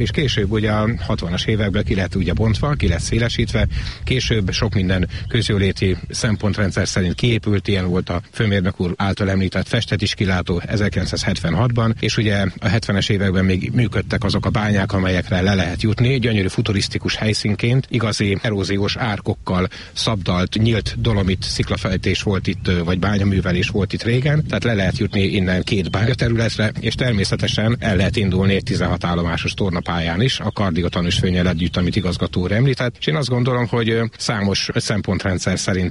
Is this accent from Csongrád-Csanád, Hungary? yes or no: no; Gyenesdiás, Zala, Hungary; Igen, én a település szülötte vagyok. Alapvetően itt gyerekeskedtem, itt nőttem föl. Nem is messze lakunk innen a kilátótól, a nagymezőtől. Ha lehet azt mondani, felgyenesi vagyok, született felgyenesi